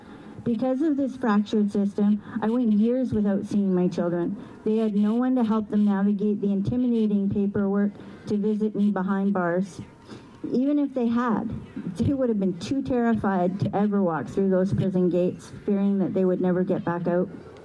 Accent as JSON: {"language": "English", "town": "Vancouver", "region": "British Columbia", "country": "Canada", "tie": "born or raised there", "said": "I'm a member of the Shnanamok tribe. I grew up in Vancouver and on Vancouver Island."}